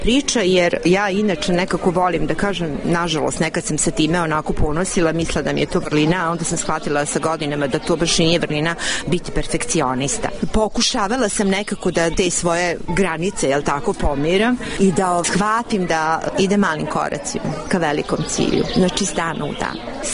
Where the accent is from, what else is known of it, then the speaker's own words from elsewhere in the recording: Serbia; moved away as an adult; sa 31 dve sam došla iz Srbije